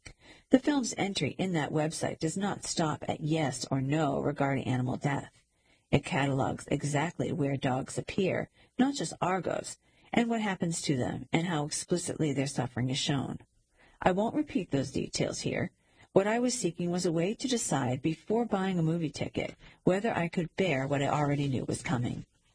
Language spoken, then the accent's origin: English; Monterrey, Nuevo León, Mexico; Growing up in Monterrey, Mexico, I attended a public elementary school where a teacher read the Iliad and the Odyssey aloud to us.